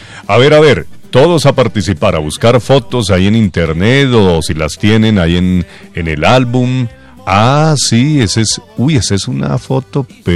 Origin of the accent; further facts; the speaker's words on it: Bogotá, Colombia; born there; Yo nací en el Hospital de La Ortúa. Ahí en la primera con décima, con carrera décima.